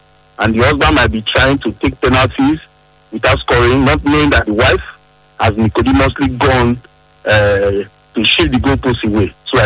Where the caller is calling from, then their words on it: Benin City, Edo, Nigeria; I'm calling from Benin. I'm Gobadia area.